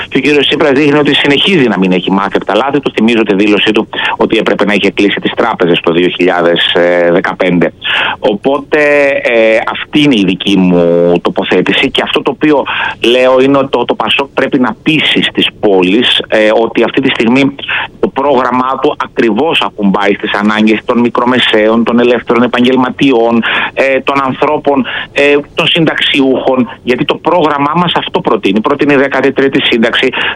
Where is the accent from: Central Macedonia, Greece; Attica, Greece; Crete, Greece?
Central Macedonia, Greece; Thessaloniki; επιθυμία μου είναι να κατέλθω στην Αλφα Θεσσαλονίκη, στην περιφέρειά μου, στις επόμενες εκλογές, δηλαδή στην πατρίδα μου εννοώ.